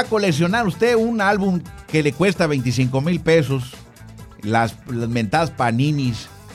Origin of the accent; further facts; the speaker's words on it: Mexico; Así somos los mexicanos.